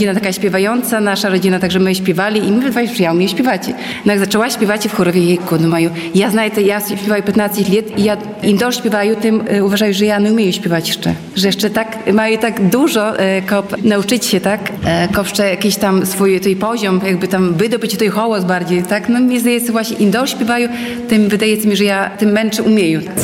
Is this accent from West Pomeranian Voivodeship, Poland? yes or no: no; Łosinka, Podlaskie Voivodeship, Poland; now in Hajnówka, Poland; ja na przykład dojeżdżaję z Hajnówki, ale pochodzę z Łosinki i też jakby, no, związana sercem z Łosinki, tak, bo tutaj wychowała się, tutaj chodzi do szkoły, tutaj rodzice żyli